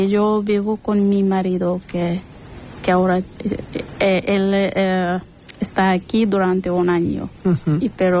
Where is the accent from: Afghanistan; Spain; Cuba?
Afghanistan; Spanish is a second language; Es que Yo cuando estuve pequeña, y era pequeña, yo estudié en sótano, como alefbat. Pero yo intenta, cuando talibanes fueron a Afganistán, yo intenta para estudiar